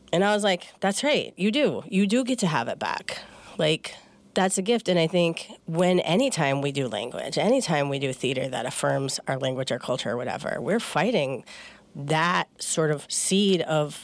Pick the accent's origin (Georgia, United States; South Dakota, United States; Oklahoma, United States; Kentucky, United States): South Dakota, United States; moved away; growing up in South Dakota.